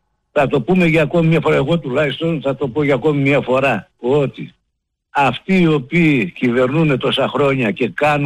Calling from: Greece; Εγώ σαν Έλληνας

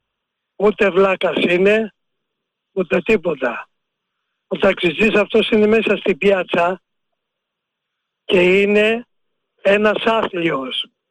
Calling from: Greece; γιατί είμαι Έλληνας, γεννημένος Έλληνας.

